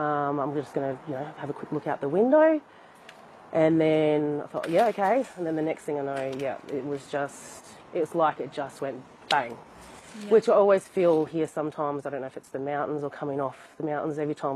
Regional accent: Alice Springs, Northern Territory, Australia; born or raised there

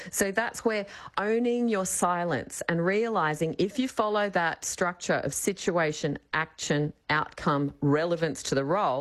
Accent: Australia; Well, it feels weird as an Australian.

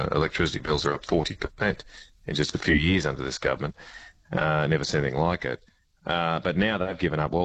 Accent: Queensland, Australia; I'll say as a Queenslander, I'd never give up.

